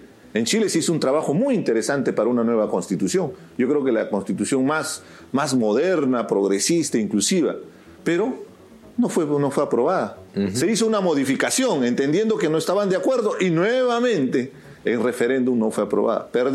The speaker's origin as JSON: {"language": "Spanish", "country": "Peru", "said": "Tú eres de derecha, yo soy de izquierda. Uh-huh. Pero al final somos peruanos."}